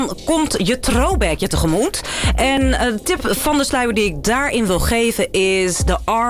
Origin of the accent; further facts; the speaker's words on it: Rotterdam, South Holland, Netherlands; En wij als Rotterdammers houden daarvan.